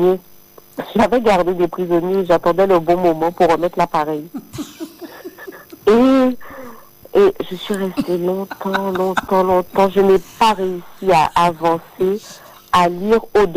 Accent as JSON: {"language": "French", "country": "Guadeloupe", "tie": "born or raised there", "said": "j'ai grandi en Guadeloupe"}